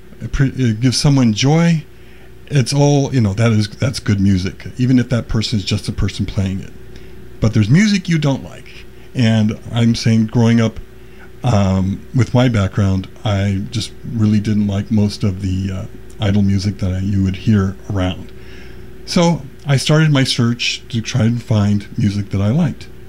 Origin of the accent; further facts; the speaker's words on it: California, United States; And I grew up here in the South Bay, and pretty much in the 70s.